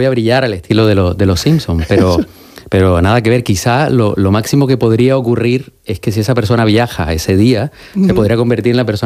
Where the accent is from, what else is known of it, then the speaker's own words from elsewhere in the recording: Barranquilla, Atlántico, Colombia; born there; moved away; Yo nací en Barranquilla, Colombia.